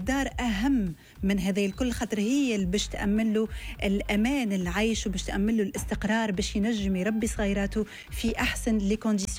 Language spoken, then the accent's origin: Arabic; Tunisia